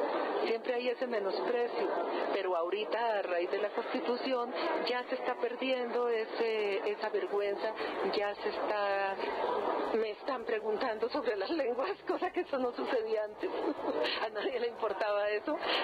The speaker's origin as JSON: {"language": "Spanish", "region": "Boyacá", "country": "Colombia", "said": "yo soy boyacense, entonces los muiscas habitaron esa región de Boyacá, entonces son mis antepasados remotos."}